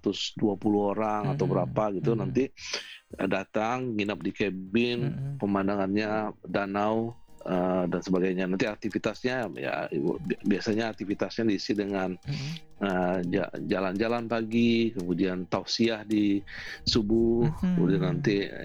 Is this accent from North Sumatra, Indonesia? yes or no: no; Maninjau, West Sumatra, Indonesia; now in Sydney, Australia; Masih di Maninjau di Bayu.